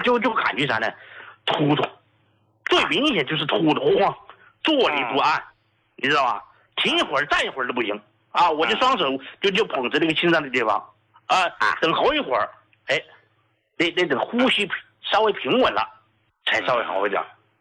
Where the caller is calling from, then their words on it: Chongqing, China; 胡老，我是重庆的听众啊。